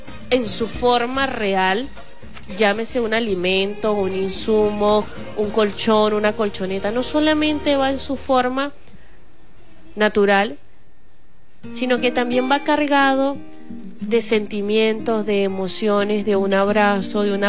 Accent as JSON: {"language": "Spanish", "country": "Venezuela", "said": "seguimos transmitiendo como venezolanos"}